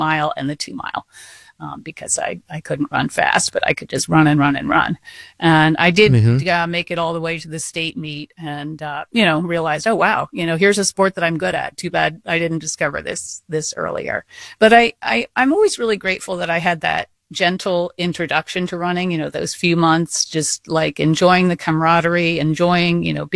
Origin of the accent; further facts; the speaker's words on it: New Jersey, United States; moved away as an adult; now in New York, United States; I moved to the New York area when I graduated, moved back to this area. I'm from New Jersey, but moved into the city in 1983.